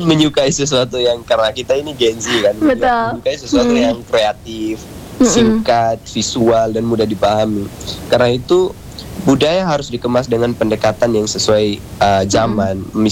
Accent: Raijua Island, East Nusa Tenggara, Indonesia; saya sebagai pemuda yang lahir besar di Pulau Raijua, Kabupaten Sabu Raijua

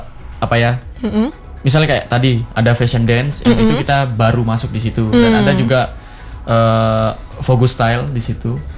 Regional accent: West Nusa Tenggara, Indonesia; also born or lived in East Java; saya mungkin kenapa mau keluar dari Jawa Timur itu karena saya orang NTB

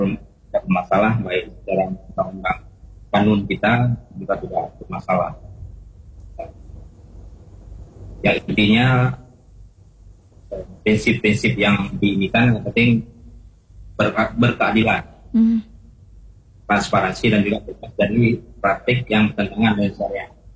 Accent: Aceh, Indonesia; Kita kan Aceh kan mungkin lebih ada syariahnya sebagainya.

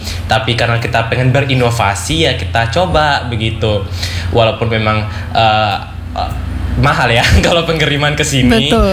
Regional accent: Papua, Indonesia; now in Sorong, Indonesia; Kita tuh orang Papua bisa.

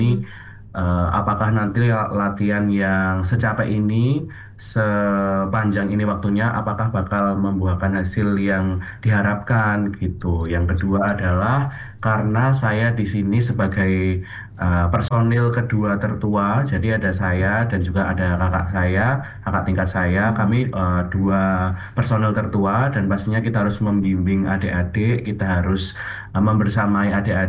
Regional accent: Klaten, Central Java, Indonesia; moved away as an adult; now in Surakarta, Indonesia; saya tinggalnya atau sebenarnya saya asli Klaten, tapi saya baru kuliah di Solo.

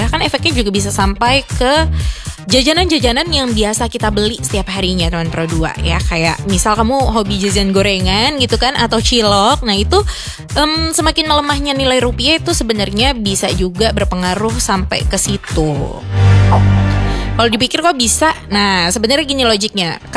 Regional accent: Jakarta, Indonesia; moved away as an adult; now in Manado, Indonesia; aku ditugasin di sini gitu ya, di kota Manado. Secara aku kan orang Jakarta gitu kan.

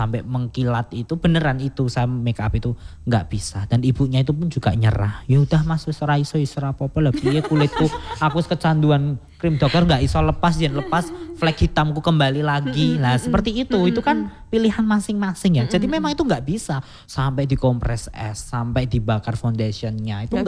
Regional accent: Karanganyar, Central Java, Indonesia; kita warga Karanganyar

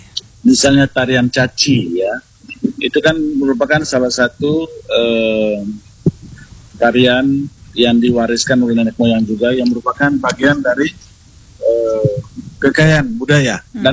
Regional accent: East Nusa Tenggara, Indonesia; Kalau dalam budaya dan tradisi kami orang Manggarai.

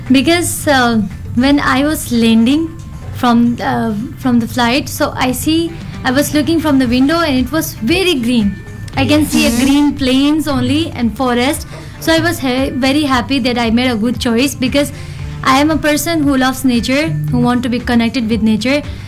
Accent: Karachi, Sindh, Pakistan; So I came from Karachi, so it's the biggest city in Pakistan.

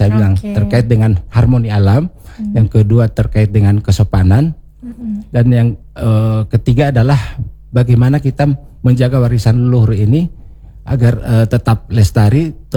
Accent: Gorontalo, Indonesia; Maknaan bahwa kita orang Gorontalo itu harus harmoni dengan alam, menanam. Sampai itu di dalam bahasa Gorontalo kita ada istilah mopomulo

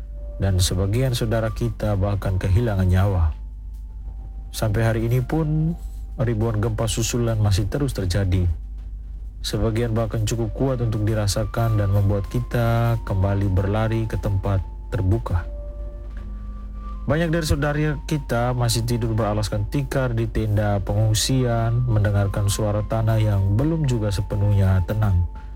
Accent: Ende, East Nusa Tenggara, Indonesia; kita, orang Ende, orang Flores

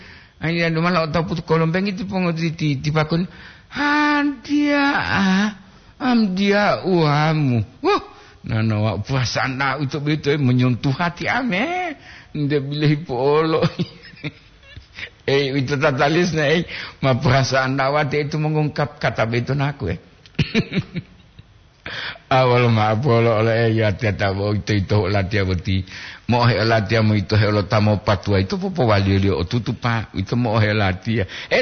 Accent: Gorontalo, Indonesia; now in Manado, Indonesia; saya orang Gorontalo tapi tinggal di Manado.

